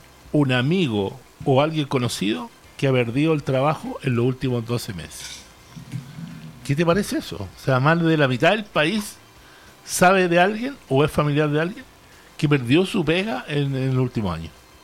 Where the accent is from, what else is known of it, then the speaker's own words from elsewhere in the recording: Chile; somos chilenos